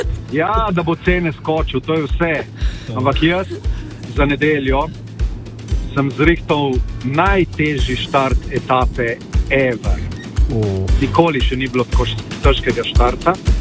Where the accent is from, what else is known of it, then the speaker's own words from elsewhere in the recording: Koper, Littoral, Slovenia; v redu ponosen Primorc sem, seveda tam nisem iz Izole. Sem iz Kopra.